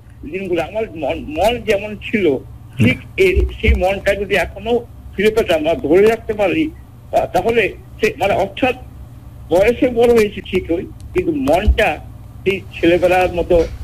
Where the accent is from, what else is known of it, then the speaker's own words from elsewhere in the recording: Rourkela, Odisha, India; also born or lived in Krishnanagar, West Bengal; বাবা তো চাকরি করতো সেই শুধু উড়িষ্যা রাউরকেলাতে, সেখানে বড় হওয়া, কিন্তু আমাদের বাড়ি হচ্ছে এই কৃষ্ণনগর, এখানে গরমের ছুটিতে চলে আসতাম গ্রীষ্মের বন্ধে